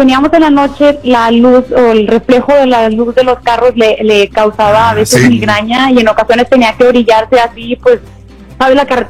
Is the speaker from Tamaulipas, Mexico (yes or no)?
yes; Ciudad Victoria, Tamaulipas, Mexico; aprendí porque nosotros somos de Ciudad Victoria.